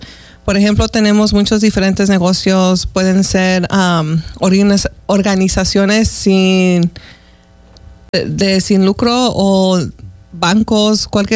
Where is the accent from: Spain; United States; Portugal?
United States; Pasco, Washington; also born or lived in Coalcomán, Michoacán, Mexico; Yo soy originalmente de Cualcomán, Michoacán. Me crié aquí en Pasco desde los 4 años. Ya después de que me gradué de la Pasco High, fui a la Universidad de Eastern, donde agarré mi bachelor's degree en negocios de empresas. Ya tengo aquí 11